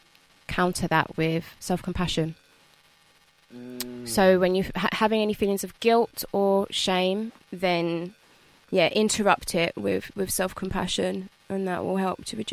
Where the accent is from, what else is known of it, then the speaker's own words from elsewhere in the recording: London, United Kingdom; our estate that I grew up in Forest Hill